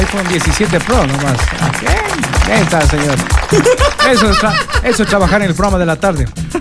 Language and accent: Spanish; Ecuador; Orgullosamente soy chofer profesional ecuatoriano